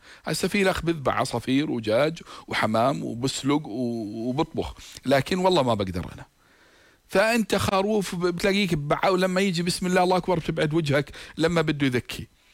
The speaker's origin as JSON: {"language": "Arabic", "country": "Jordan", "said": "عندنا في الأردن"}